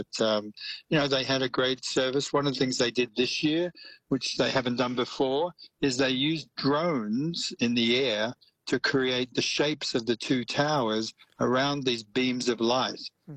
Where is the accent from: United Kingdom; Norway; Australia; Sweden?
Australia; Melbourne, Victoria; Obviously, as an Aussie, I drank a lot of beer when I lived back in Melbourne.